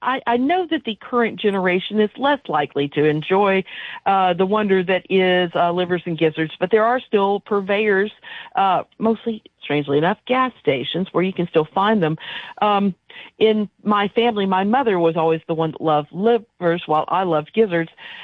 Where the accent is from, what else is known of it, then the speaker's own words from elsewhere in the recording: Little Rock, Arkansas, United States; I've been an Arkansasian my entire life. My family's from Lower Arkansas, and I grew up in Little Rock